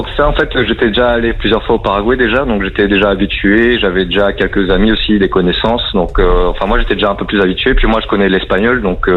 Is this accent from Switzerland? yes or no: no; France; Alors, non, c'est juste mon prénom qui est d'origine italienne, sinon moi, je suis français, ouais.